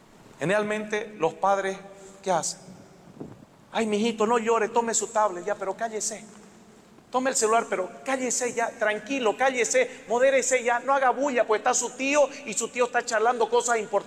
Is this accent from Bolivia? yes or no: yes; Montero, Santa Cruz, Bolivia; Montero, yo soy de Montero. Así que yo conocí cómo estaba Guavirá.